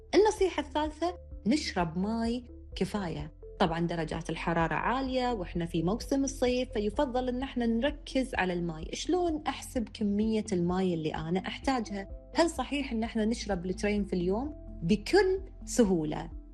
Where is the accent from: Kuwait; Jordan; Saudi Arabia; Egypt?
Kuwait; إحنا عندنا بالكويت